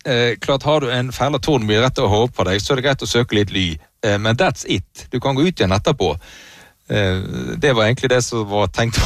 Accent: Western Norway, Norway; now in Oslo, Norway; men spør du meg som vestlending eller her i Oslo?

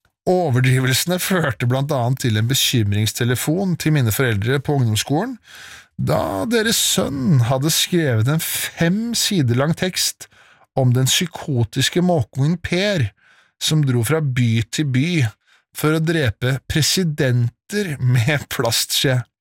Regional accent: Årnes, Akershus, Norway; oppveksten min på Årnes.

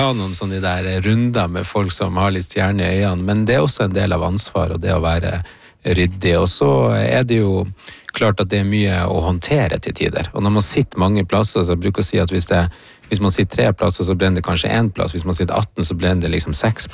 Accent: Troms, Norway; also born or lived in Colombia; når vi var ute og lekte i nabolaget her på Kvaløya

